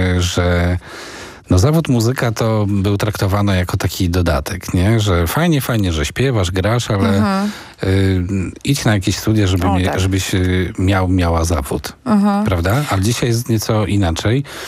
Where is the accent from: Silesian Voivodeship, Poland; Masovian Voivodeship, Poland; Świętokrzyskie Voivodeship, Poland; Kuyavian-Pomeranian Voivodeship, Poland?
Kuyavian-Pomeranian Voivodeship, Poland; Inowrocław; bo ja pochodzę z Inowrocławia